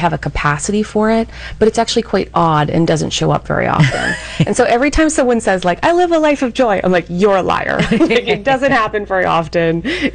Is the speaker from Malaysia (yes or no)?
no; Canada; now in North Carolina, United States; I'm from Canada, so I'm like horrified by the creatures where I live in North Carolina.